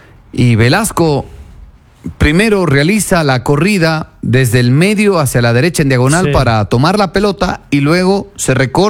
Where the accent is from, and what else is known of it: Ecuador